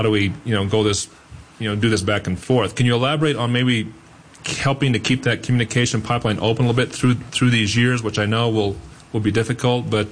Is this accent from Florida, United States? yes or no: no; Chino Hills, California, United States; I'm from Chino Hills, California